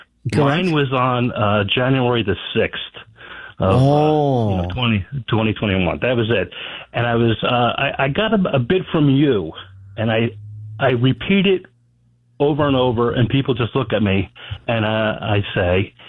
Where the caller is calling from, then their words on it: New Jersey, United States; I'm from the Jersey Shore.